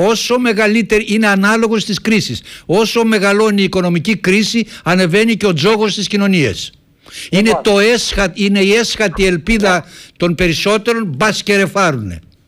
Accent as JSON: {"language": "Greek", "country": "Greece", "said": "Είμαι από τους Έλληνες που δεν λέω ότι γνωρίζω τα πάντα."}